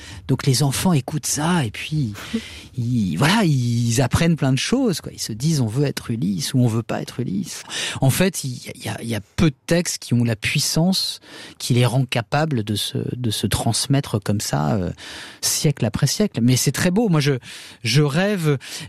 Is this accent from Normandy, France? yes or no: yes; Le Havre, Normandy, France; moi je viens du Havre, une ville, un port voilà ouvert sur l'horizon, avec des cargos, etc.